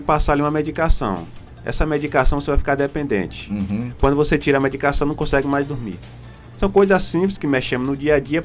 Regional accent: Bahia, Brazil; eu sou de Piauí, na Bahia.

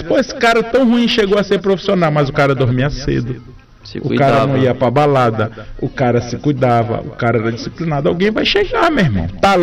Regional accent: Pará, Brazil; e como paraense

